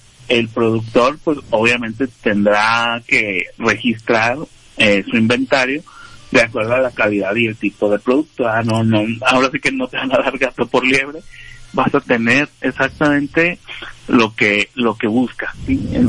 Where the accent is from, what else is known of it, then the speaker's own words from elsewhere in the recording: Manzanillo, Colima, Mexico; Yo soy de Manzanillo, Colima, estamos.